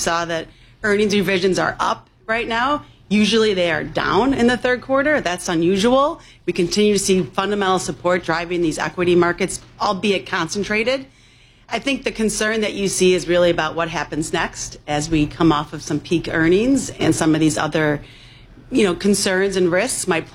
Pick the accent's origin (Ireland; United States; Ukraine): United States; Chicago, Illinois; I grew up on the South Side, went to Mother Macaulay High School.